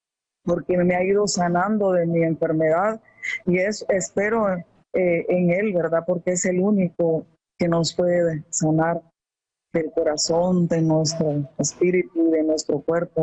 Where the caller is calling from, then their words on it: Zacapa, Guatemala; estoy llamando de Guatemala, del oriente del país, Zacapa